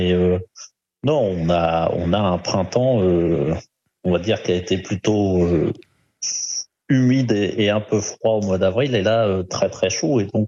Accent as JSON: {"language": "French", "region": "Normandy", "country": "France", "said": "Chez nous, en Normandie, on n'a pas d'inquiétude sur les nappes phréatiques"}